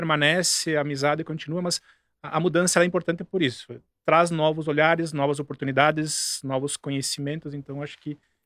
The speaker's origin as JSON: {"language": "Portuguese", "town": "David Canabarro", "region": "Rio Grande do Sul", "country": "Brazil", "tie": "born or raised there", "also_born_or_lived": "Protásio Alves", "moved": "as an adult", "lives_now": "Nova Prata, Brazil", "said": "Sou natural de Davi Canabarro, minha cidade natal. Então eu passei por Davi Canabarro, por IP, Nova Bassano e Protásio Alves como gerente de agência. E residindo aqui em Nova Prata."}